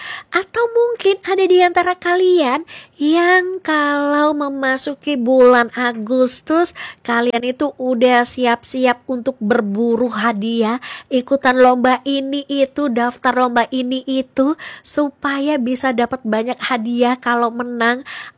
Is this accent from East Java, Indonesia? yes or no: yes; Surabaya, East Java, Indonesia; aku tuh pernah ikutan lomba joget di kampung aku di Surabaya.